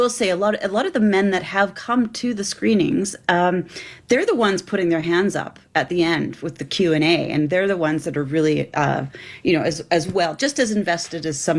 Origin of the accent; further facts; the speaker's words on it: Canada; As I'm a Canadian filmmaker, I'm taking it really directly from my own personal experience